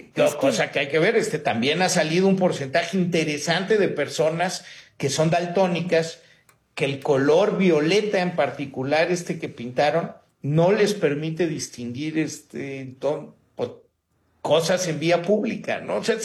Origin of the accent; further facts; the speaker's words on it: Mexico City, Mexico; Sí necesitamos como chilangos pues alzar la voz, porque pues aquí vivimos todos y aquí vamos a seguir viviendo.